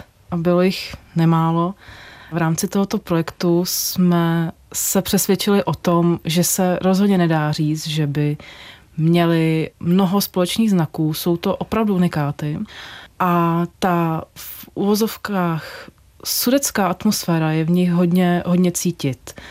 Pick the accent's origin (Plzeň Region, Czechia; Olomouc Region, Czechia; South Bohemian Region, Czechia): Plzeň Region, Czechia; Planá; moved away as an adult; also born or lived in Prague / Ostrava; Já jsem rodačka z západní Čech, narodila jsem se v Plané u Maránských lázní, které můžete slyšet i na mém CDčku. A studovala jsem v západních Čechách vlastně až do maturity na gymnáziu v Maránských lázní